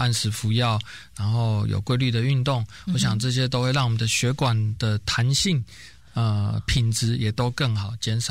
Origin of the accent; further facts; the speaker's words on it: Taiwan; 我们应该是说我们台湾人都有这个吃苦耐劳的特性